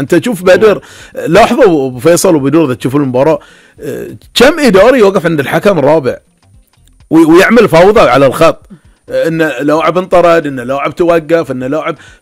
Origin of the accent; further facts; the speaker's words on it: Bahrain; انزين احنا الان بحرينيين على الطاوله